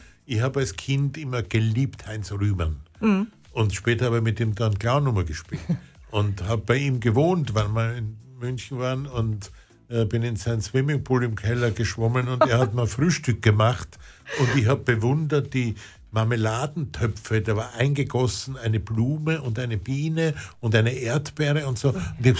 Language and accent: German; Lower Austria, Austria; ich bin in St. Pölten, in der Nähe von wo ich aufgewachsen bin, in den Zirkus Williams gegangen